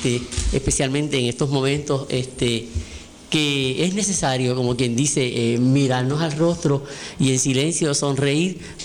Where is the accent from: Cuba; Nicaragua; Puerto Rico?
Puerto Rico; San Germán; nosotros como puertorriqueños, como sanjermeños, como caribeños.